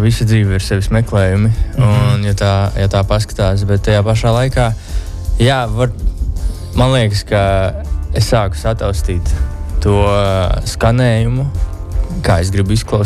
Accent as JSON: {"language": "Latvian", "region": "Vidzeme", "country": "Latvia", "said": "Es no Vidzemes, jā."}